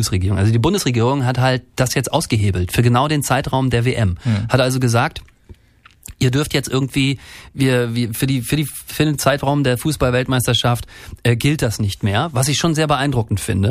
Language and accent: German; Rostock, Mecklenburg-Vorpommern, Germany; Aber ich habe mich gerade daran erinnert, ich komme ja aus Rostock und in Rostock gibt es den Stralsunder.